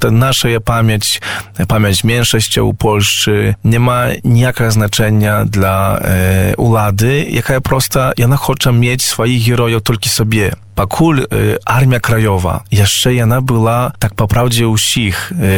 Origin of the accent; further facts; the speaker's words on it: Podlaskie Voivodeship, Poland; ми як білоруси у Польщі, ми як меншість вижили.